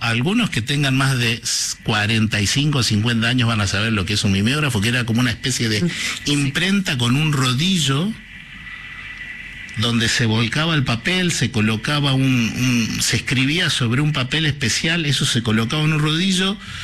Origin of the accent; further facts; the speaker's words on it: Paraná, Entre Ríos, Argentina; also born or lived in Mendoza; Yo nací en Mendoza, pero mi papá era militar, era de Fuerza Aérea, y fueron a buscar unos aviones a Inglaterra, a los Canberra, ¿no? Algunos los conocerán, y eso nos llevó después a vivir en Paraná.